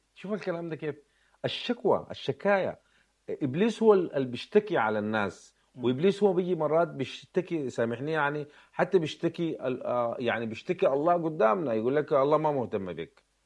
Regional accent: Sudan; احنا كسودانيين

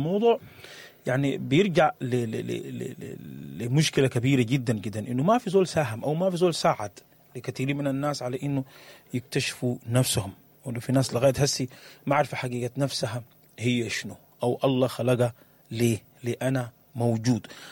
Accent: Sudan

